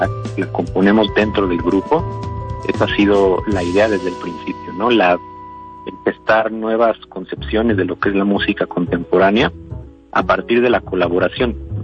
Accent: Mexico; todos somos mexicanos.

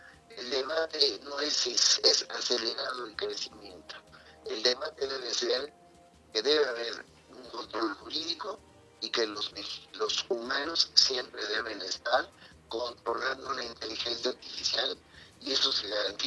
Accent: Mexico; yo como dirigente estatal del Partido del Trabajo, también como mexicano

